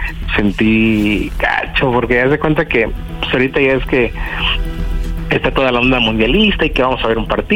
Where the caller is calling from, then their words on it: Mexico City, Mexico; Soy de la Ciudad de México y tengo 39 años.